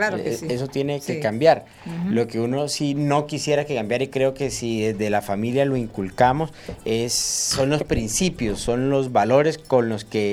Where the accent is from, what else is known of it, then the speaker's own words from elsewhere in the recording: Arauca, Colombia; yo crecí aquí en Arauca, en el Araguaney, que eso es pegado al Chircal. En ese momento ese barrio tenía calles sin pavimentar